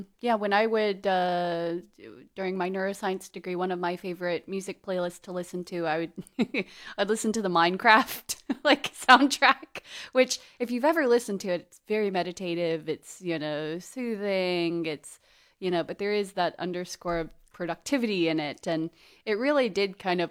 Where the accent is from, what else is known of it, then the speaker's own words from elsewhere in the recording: Houston, Texas, United States; now in Austin, United States; I live here in Austin, but I'm a transplant from Houston.